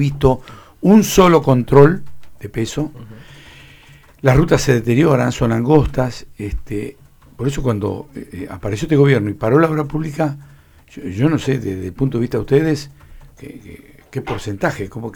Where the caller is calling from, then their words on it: Patagonia, Argentina; yo vivo en Patagonia hace 32 años